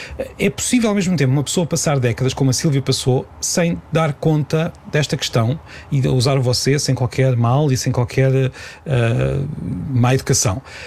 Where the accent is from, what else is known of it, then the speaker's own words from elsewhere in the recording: Peniche, Leiria, Portugal; ter uma colega que eu sabia, porque era da minha terra, que usava você com muita frequência, porque em Peniche é perfeitamente habitual